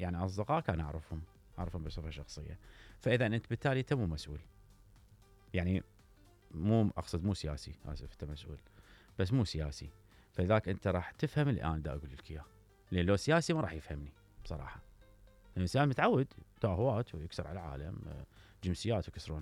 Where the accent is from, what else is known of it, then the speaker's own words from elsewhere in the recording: Iraq; أنا رجال عراقي ابن عائلة تعبان على نفسي وابن عشائر